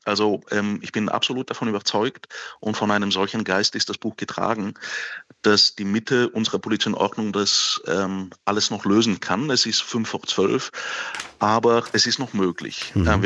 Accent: Bulgaria; In meiner Heimat Bulgarien sind die Leistungen eher Trabi-artig

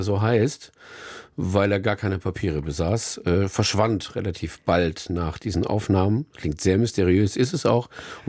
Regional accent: Mannheim, Baden-Württemberg, Germany; also born or lived in Karlsruhe; ich bin in Karlsruhe geboren. Ich bin in Mannheim zur Schule gegangen.

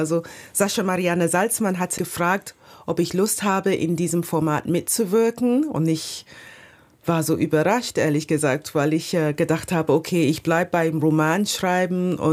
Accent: London, United Kingdom; German is a second language; moved away; Ich bin ja in London geboren und aufgewachsen.

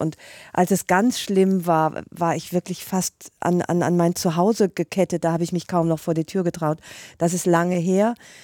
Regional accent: Rhineland, Germany; also born or lived in Hungary; weil ich bin ja Rheinländerin und Ungarin

